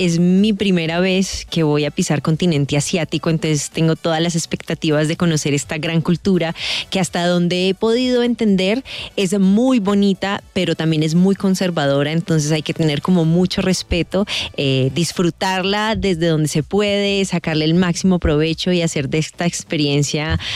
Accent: Colombia; También llevo pues todo lo que representa a nosotros los colombianos

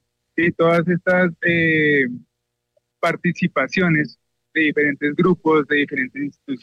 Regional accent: Bogotá, Colombia; Hoy acá en la Plaza de Bolívar, que somos los bogotanos, los rolos, los cachacos, incluso la gente que viene de afuera

